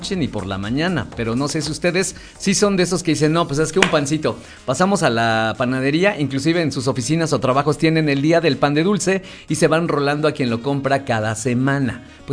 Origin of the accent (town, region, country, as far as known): Mexico